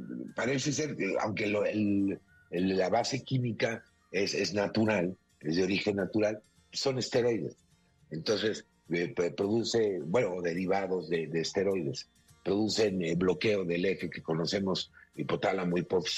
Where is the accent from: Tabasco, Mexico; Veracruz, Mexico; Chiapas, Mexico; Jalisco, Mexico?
Tabasco, Mexico; Villahermosa; born there; Yo recuerdo de chiquito que vivía en Villahermosa